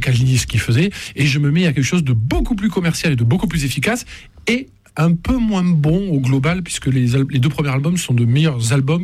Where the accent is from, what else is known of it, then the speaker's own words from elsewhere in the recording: Toulouse, Occitanie, France; Oui, on est Toulousain.